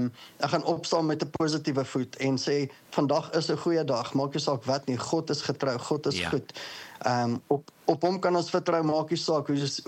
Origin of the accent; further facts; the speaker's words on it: Boksburg, Gauteng, South Africa; So, ek kom van die Oostrand af in Johannesburg, Boksburg. Mm-hmm. Ja, ek is maar nog hier my hele leven lang. So, dis waar ek groot geword het, dis waar ek nog tans bly.